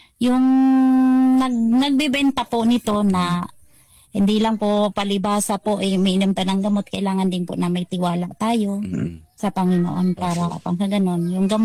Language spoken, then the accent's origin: Tagalog; Maasin, Western Visayas, Philippines; Taga Maasin yung panay.